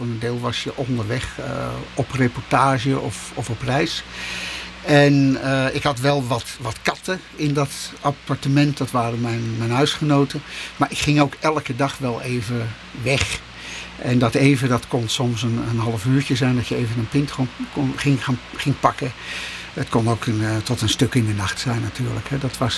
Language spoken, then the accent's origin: Dutch; Utrecht, Netherlands; accent: Dutch (Northern Netherlands, Utrecht area); now in Antwerp region, Belgium; Ik heb natuurlijk een verschrikkelijk Nederlands accent. Mensen horen altijd niet alleen dat ik uit Nederland kom, maar de meeste mensen horen ook direct dat ik uit de buurt van Utrecht kom.